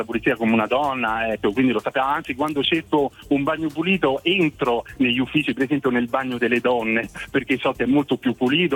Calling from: Rome, Lazio, Italy

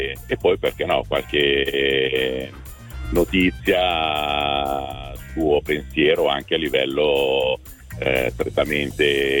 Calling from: Milan, Lombardy, Italy; io sono milanese.

